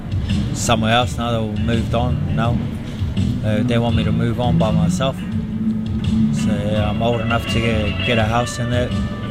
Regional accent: Whakatane, Bay of Plenty, New Zealand; also born or lived in Hamilton; now in Auckland, New Zealand; I only just got into Hamilton from Whakatane, that's my hometown. But yeah, I was on the street in Whakatane and I decided to move to Auckland.

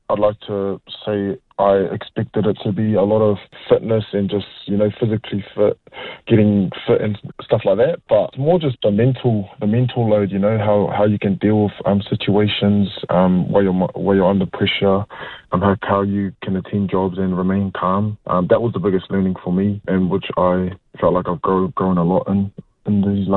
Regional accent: Wellington, New Zealand; I'm from Wellington

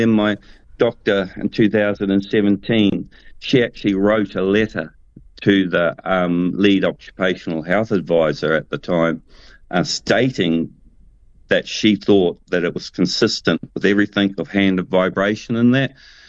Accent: Gisborne, New Zealand; Because I grew up on the East Coast in Gisborne, and back then there was no such things as using, like nowadays, all your equipment that you've got and your tools available to you

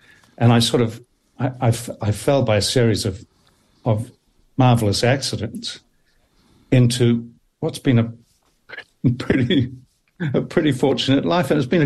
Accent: Dunedin, Otago, New Zealand; I grew up in Dunedin, and in Dunedin, you never really imagined that you would have like I did, a career on the screen of one kind or another.

